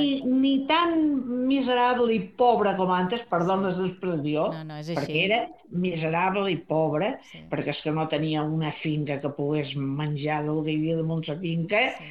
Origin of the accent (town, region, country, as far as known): Balearic Islands, Spain